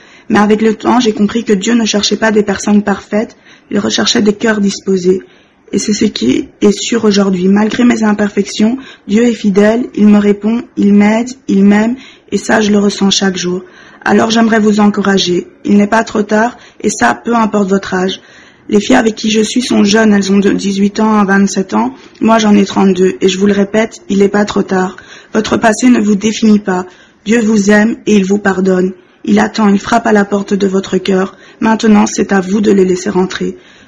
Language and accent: French; Brussels, Brussels-Capital Region, Belgium; je viens de Bruxelles